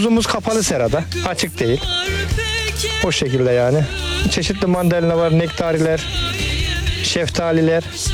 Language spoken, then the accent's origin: Turkish; Ceyhan, Adana, Turkey; Yani uzun zamandır köyümüzdeyiz. Doğma büyüme Kılıçkayalıyım yani.